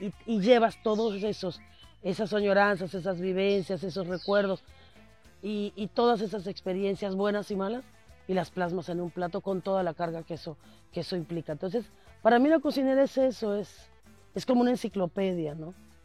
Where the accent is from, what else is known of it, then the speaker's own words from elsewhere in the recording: Mexico; con una diversidad impresionante en todos los sentidos, y a veces como mexicano nosotros no lo valoramos.